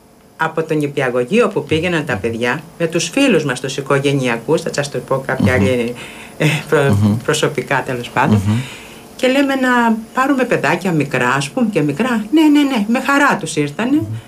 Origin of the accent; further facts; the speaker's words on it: Lixouri, Ionian Islands, Greece; γιατί εγώ είμαι από το Λιξούρι